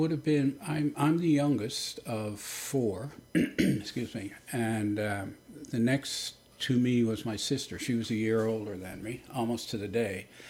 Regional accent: St. John's, Newfoundland and Labrador, Canada; I grew up on the west end of St. John's, just around Topsail Road.

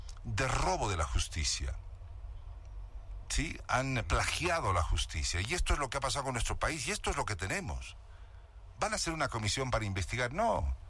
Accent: Bolivia; Donde tenemos pocas victorias como bolivianos.

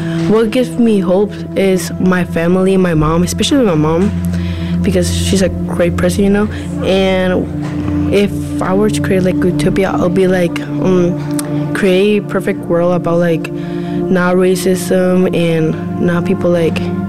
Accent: Guatemala; I'm from Guatemala.

